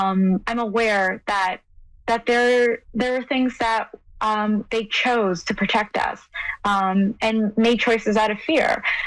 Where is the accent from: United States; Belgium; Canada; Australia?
Canada; Guelph, Ontario; Well, I grew up in Guelph, Ontario, and my cousins lived down the street and my grandmother lived down the street.